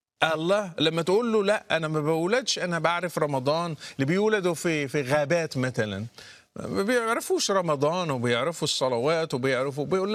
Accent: Morocco; لأنه كان عندنا في المغرب فكرة من ضمن التخويف

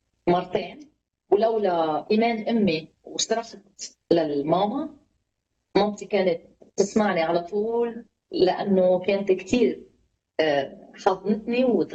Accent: Lebanon; accent: Lebanese; وانت تترجم لنا يا رب كل كلمه لبنانيه تطلع مني تترجم مصري على طول في اسم يسوع. لهجتي منيحه بالمصري صح؟

